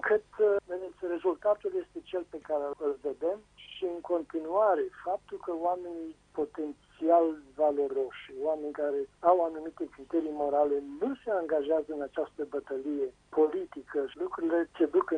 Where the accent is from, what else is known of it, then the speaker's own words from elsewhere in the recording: Moinești, Bacău County, Romania; moved away; also born or lived in Iași; am venit de la Iași în casă, la Moinești